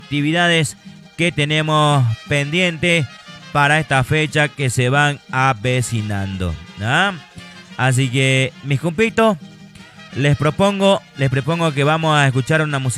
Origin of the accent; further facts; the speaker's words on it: Moromoro, Chuquisaca, Bolivia; moved away; Vámonos pa' Moromoro, allá mi tierra natal. Tierra de la chirimoya, ¿no, Moromoro?